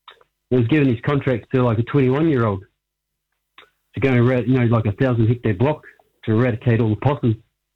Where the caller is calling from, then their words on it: New Zealand; I'm from South Coast.